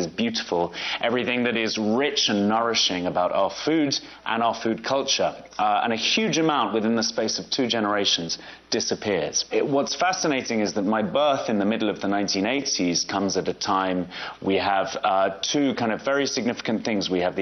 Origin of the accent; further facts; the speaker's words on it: London, United Kingdom; one of the huge privileges of growing up in London, which is a city of over 8 million people and encompasses people from all over the world